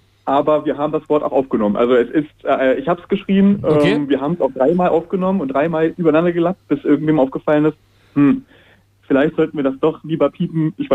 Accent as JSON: {"language": "German", "area": "Hildesheim", "region": "Lower Saxony", "country": "Germany", "said": "Wir kommen hier halt aus dem Landkreis, ne? Also Hildesheim, Hannover und alles dazwischen."}